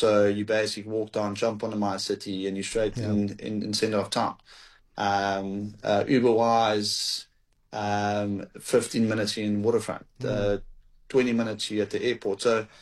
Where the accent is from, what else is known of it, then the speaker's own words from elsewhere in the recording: Paarl, Western Cape, South Africa; I'm originally from Paarl, and I used to drive from Paarl up to Cape Town.